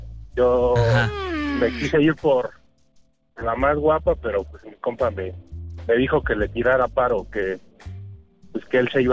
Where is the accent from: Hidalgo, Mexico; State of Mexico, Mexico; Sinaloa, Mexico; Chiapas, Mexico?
State of Mexico, Mexico; Tecámac; Ahorita ando de estos lados, de Cuautitlán, Izcalli, pero yo soy de Tecámac.